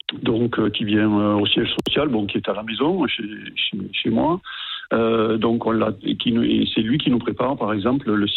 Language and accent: French; Viane, Occitanie, France; Je suis natif de Viane